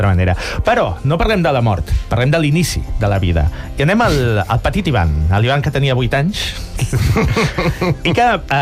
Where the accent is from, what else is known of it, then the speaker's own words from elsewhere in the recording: Sabadell, Catalonia, Spain; Recordo que jo sóc sabadellenc i és una cosa que no dic gaire jo en antena, que sóc sabadellenc.